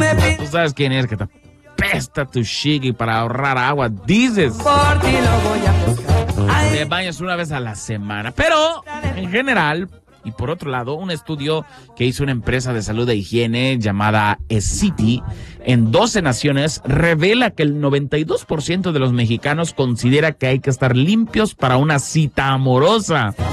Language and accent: Spanish; Mexico; No, no, ya hay que cambiar esa mentalidad. Somos mexicanos.